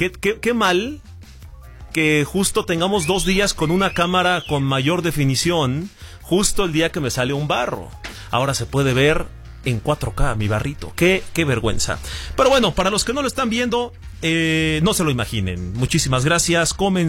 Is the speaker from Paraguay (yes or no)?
no; Mexico